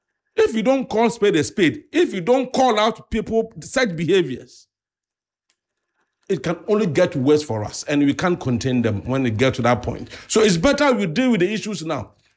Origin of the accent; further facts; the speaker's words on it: Ghana; as a Ghanaian.